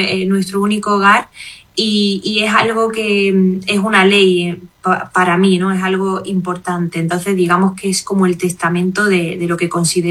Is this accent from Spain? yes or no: yes; Jaén, Andalusia, Spain; moved away; a mí fuera de Andalucía, cuando me preguntan ¿de dónde eres … ? Yo no digo que soy andaluza, yo digo que soy de Jaén. Es que es algo que no puedo explicar. Yo cruzo Despeñaperros y se me mueve algo